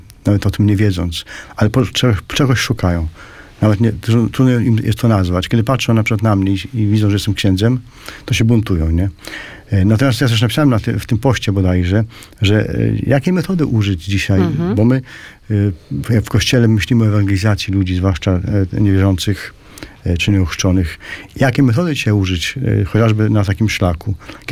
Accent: Łomża, Podlaskie Voivodeship, Poland; U nas w Łomży

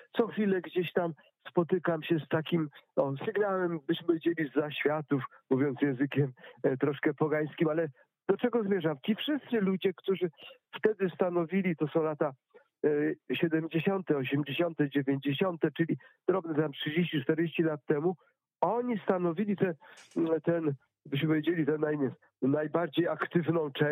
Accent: Pomeranian Voivodeship, Poland; Właściwie po raz pierwszy i ostatni w życiu mogłem zwiedzać mój rodzinny kraj, Kaszuby.

